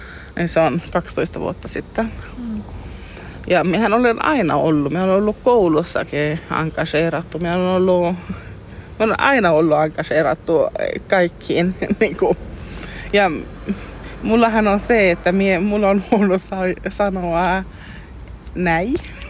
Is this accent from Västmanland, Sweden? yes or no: no; Aareavaara, Norrbotten County, Sweden; Mihin olen kasvanut ylös Aareavaarassa, siellä on aina ollut paljon niin föreninkiä, paljon aktiviteettia lapsille.